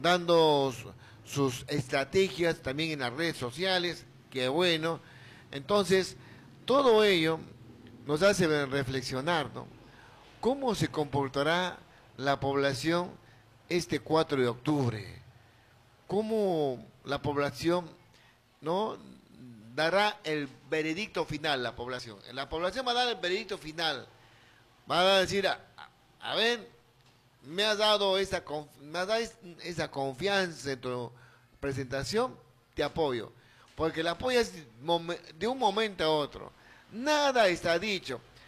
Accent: Ucayali, Peru; como ucayalinos, como peruanos

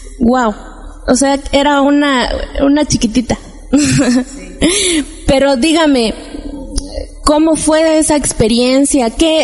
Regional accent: Mexico; para nosotros como mexicanos es de gran trascendencia y de relevancia el festejar, el dar honor a nuestros héroes que nos dieron patria y libertad. Y bueno, en nuestro pueblo Santa Cruz Jocotlán

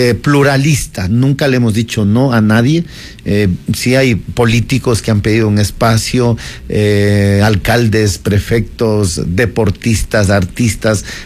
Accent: Ecuador; soy el único ecuatoriano que ha exportado más bien una franquicia fuera del país

